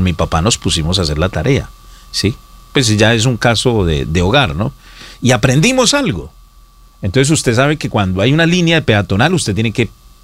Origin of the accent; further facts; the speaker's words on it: Colombia; que somos muchos los colombianos.